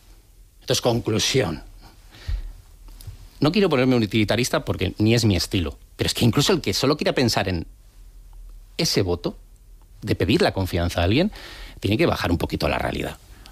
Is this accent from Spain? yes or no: yes; San Sebastián, Basque Country, Spain; now in Madrid, Spain